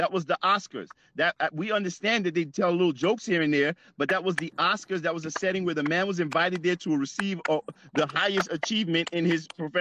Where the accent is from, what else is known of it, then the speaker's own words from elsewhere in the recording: Jamaica; Even with Jamaican, like I'm Jamaican, right?